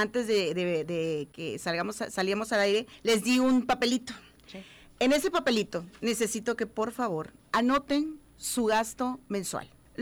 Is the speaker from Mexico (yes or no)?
yes; Mexico